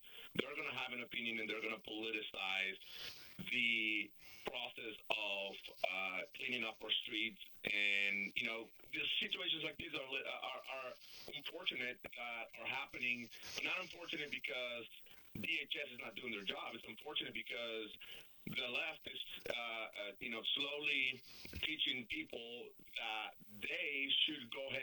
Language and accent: English; Georgia, United States; I grew up in Georgia, you know, 30 years ago, I was growing up in Georgia, had many encounters with the, you know, different law enforcement that wanted to see whether I was here legally or not.